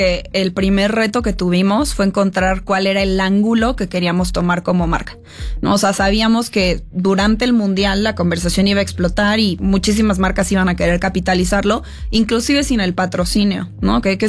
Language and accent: Spanish; Mexico; todo lo que construimos como mexicanos todos acá.